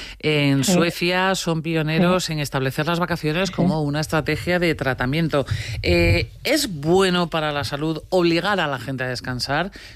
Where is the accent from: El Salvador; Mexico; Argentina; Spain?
Spain; Ferrol, Galicia; yo soy ferrolana.